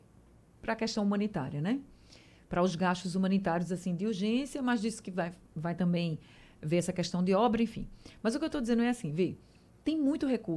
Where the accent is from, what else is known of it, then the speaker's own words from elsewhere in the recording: Recife, Pernambuco, Brazil; todo mundo sabe que eu sou do Ibura e eu cresci em cima de uma barreira